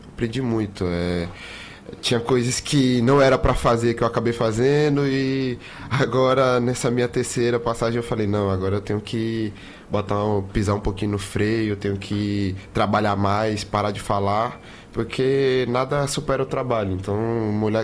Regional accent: Balsas, Maranhão, Brazil; Eu sou de Balsas, no interior Balsas. Do Maranhão.

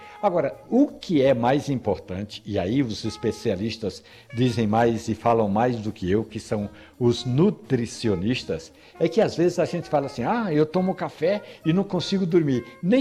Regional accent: Carnaíba, Pernambuco, Brazil; Olha, Edson, eu me lembro quando eu era pequeno lá em Carnaíba

